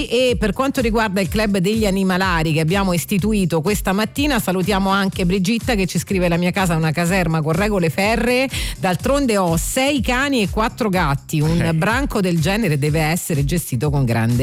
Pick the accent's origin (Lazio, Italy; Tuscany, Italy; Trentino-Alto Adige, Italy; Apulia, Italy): Lazio, Italy; Rome; Sono romana di Roma, delle sette generazioni.